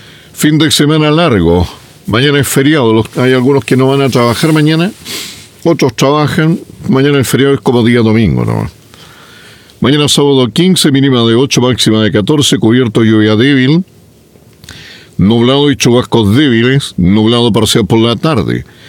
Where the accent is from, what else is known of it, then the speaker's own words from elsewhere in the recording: Chile; en Chile decimos las 8 y cuarto.